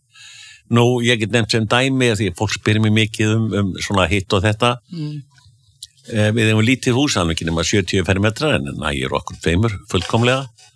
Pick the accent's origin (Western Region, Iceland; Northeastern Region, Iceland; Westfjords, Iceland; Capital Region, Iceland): Northeastern Region, Iceland; Akureyri; Þetta minni mig á þegar ég var krakki alast upp á Akureyri.